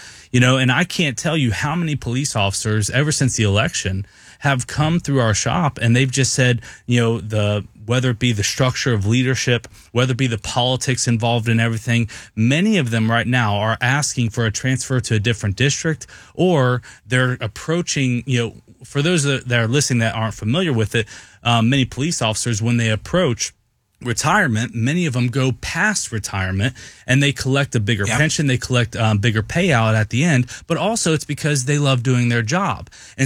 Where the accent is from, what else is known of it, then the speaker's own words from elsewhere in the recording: Cincinnati, Ohio, United States; I grew up around Cincinnati